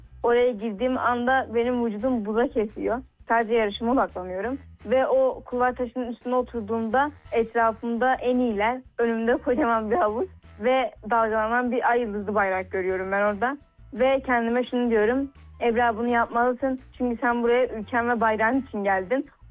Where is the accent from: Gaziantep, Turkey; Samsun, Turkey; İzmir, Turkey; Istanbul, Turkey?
Gaziantep, Turkey; born there; 2010 Gaziantep doğumluyum.